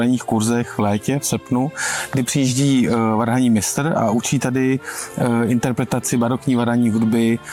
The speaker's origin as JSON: {"language": "Czech", "town": "Úterý", "region": "Plzeň Region", "country": "Czechia", "said": "Když někde řeknou, že jsem z Úterý, tak se mě každý ptá, co to je, kde to je."}